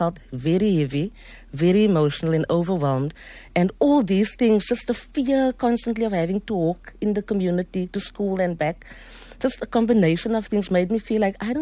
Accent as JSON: {"language": "English", "town": "Mitchell's Plain", "region": "Western Cape", "country": "South Africa", "tie": "born or raised there", "said": "And growing up in Mitchell's Plain and having to deal with the social ills and then the station strangler. And just, I grew up in that era."}